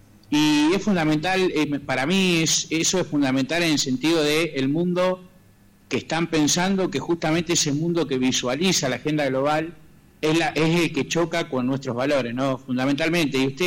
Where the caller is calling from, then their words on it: Argentina; como argentino